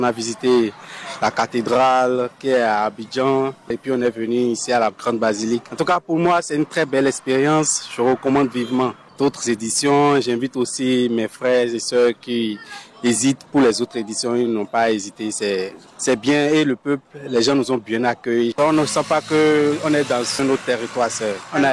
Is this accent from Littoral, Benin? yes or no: yes; Cotonou, Littoral, Benin; on vient de Cotonou.